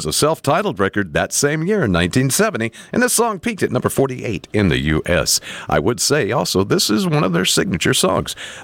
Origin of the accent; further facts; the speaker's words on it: Crestview, Florida, United States; I'm from Crestview, man.